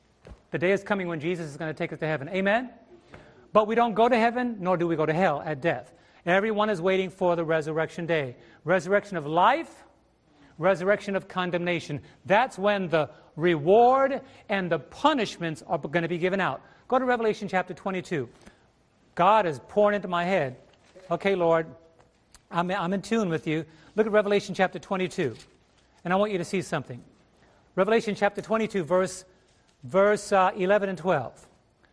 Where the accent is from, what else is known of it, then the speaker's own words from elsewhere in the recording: New York, United States; Let me take a breath. I'm a New Yorker.